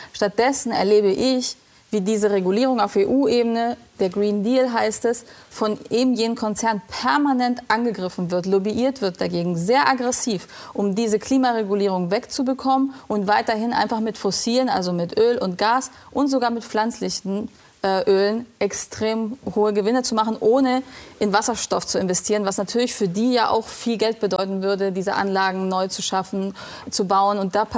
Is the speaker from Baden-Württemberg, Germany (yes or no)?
yes; Mannheim, Baden-Württemberg, Germany; Also ich bin ja auch Mannheimer.